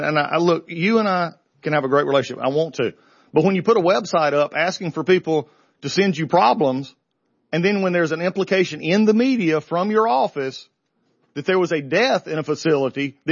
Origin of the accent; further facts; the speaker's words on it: Augusta, Georgia, United States; Nobody's more upset about Augusta than me. It's my hometown. It's my home area.